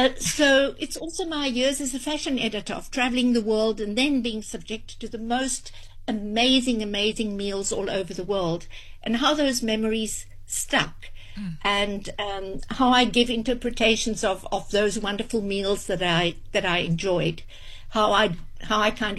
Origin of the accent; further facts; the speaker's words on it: Free State, South Africa; also born or lived in Langebaan; it's a cookbook with loads of memories of growing up in the Free State, of living in Langebaan, and I used to open my house for long table lunches.